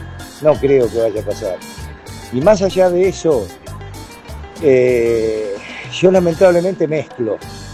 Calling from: Argentina

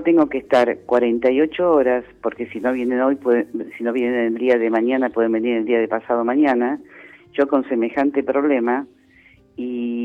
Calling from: Buenos Aires, Argentina; de Liniers.

